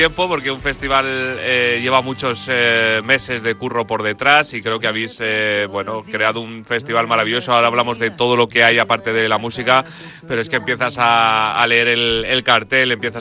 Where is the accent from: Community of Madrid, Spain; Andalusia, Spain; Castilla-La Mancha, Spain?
Castilla-La Mancha, Spain; Daimiel; porque además es en mi tierra, es en Castilla-La Mancha, más concretamente en Daimiel, en Ciudad Real.